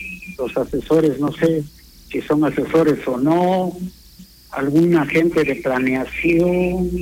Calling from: Mexico; ya ve cómo es el mexicano, todo lo hacemos al trancazo.

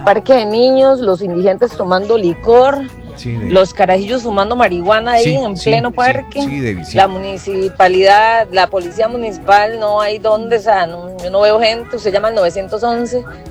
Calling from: Grecia, Alajuela, Costa Rica; Nosotros somos de Grecia y se ha vuelto terrible, terrible, terrible, terrible, terrible.

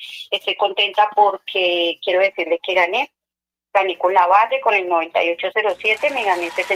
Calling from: Bogotá, Colombia; De acá, del barrio Casalita, del sur de Bogotá.

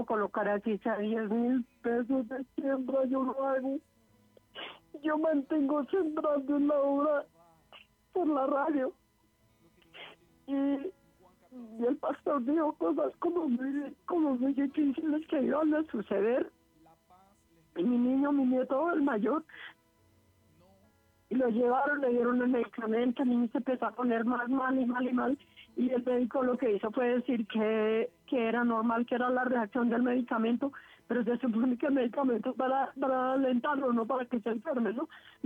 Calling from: Bogotá, Colombia; Yo estoy acá, pues estoy acá en Ciudad Bolívar. Yo vivo acá en Ciudad Bolívar, zona 19.

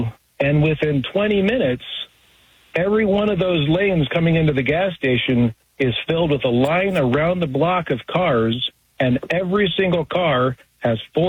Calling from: Bend, Oregon, United States; listening to your radio station on KBND here in Bend

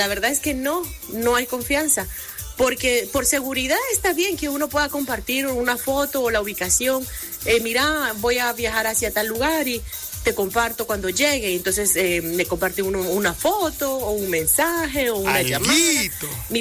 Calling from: Guatemala

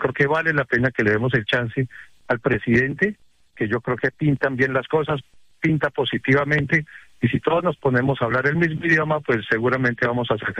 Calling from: Bogotá, Colombia; no soy de Barranquilla, pero soy de Bogotá.

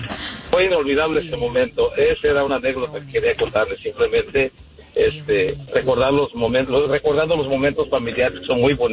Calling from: Houston, Texas, United States; Hola Medina, de Houston.

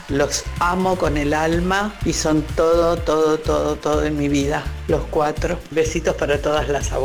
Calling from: Berazategui, Buenos Aires Province, Argentina; de Berazategui.

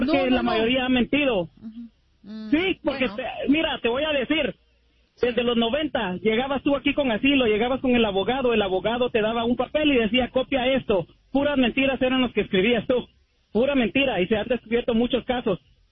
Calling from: California, United States

